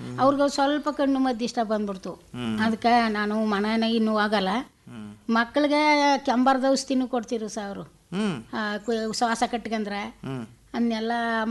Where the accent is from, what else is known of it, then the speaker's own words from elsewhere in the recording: Karnataka, India; moved away as an adult; now in Siddayyanapura, India; ಚಂದ್ಕೋಡಿ sir. ಹುಟ್ಟದೂರ್ಲಿ ನಾನು, ಸಿದ್ದಯ್ಯನಪುರಕ್ಕೆ ಲಗ್ನ ಆದ್ವಿ.